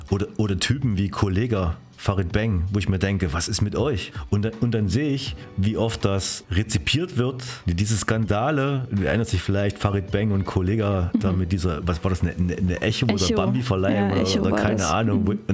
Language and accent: German; Apolda, Thuringia, Germany; so, ich komme eigentlich aus Apolda. Es gab da sogar eine Breakdance-Crew, die Kramong City Dancers. Da gab es DDR-Meisterschaften und die waren mal DDR-Meister.